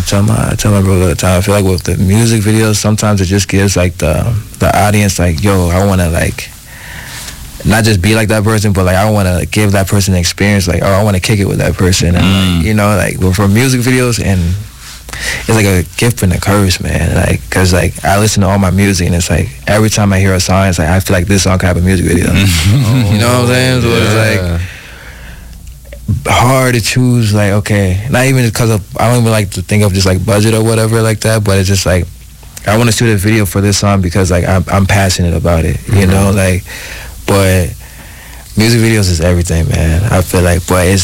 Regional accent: Minnesota, United States; born there; because I come from Minnesota. I come from the cold

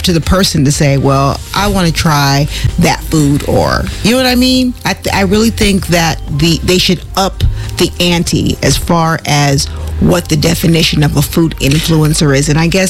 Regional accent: the South, United States; I grew up in the South and my grandmother's fried chicken was the best

